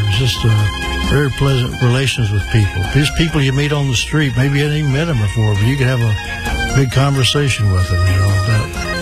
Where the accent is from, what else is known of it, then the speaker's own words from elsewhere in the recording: Kosciuszko, Mississippi, United States; I am from Mississippi. I actually come from the hills, a town called Kosciuszko. But I had a lot of relatives around Clarksdale and Friars Point.